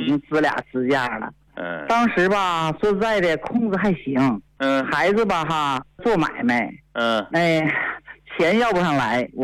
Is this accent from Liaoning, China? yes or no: yes; Shenyang, Liaoning, China; 我家是沈阳的。